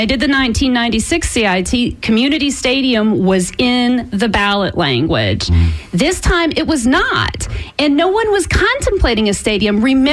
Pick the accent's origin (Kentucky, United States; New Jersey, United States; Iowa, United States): Kentucky, United States; In Kentucky. So I was sort of close to the Cardinals, but that was the one I ended up watching on TV.